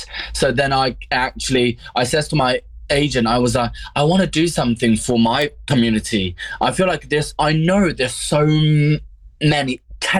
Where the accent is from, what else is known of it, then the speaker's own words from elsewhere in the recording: China; moved away; But growing up in China